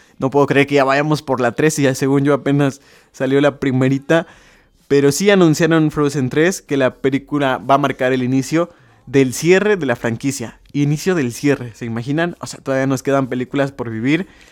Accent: Mexico; Nosotros como mexicanos y como nuestra cultura

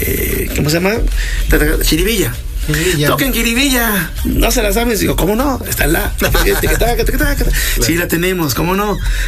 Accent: Puebla, Mexico; somos acá de Puebla

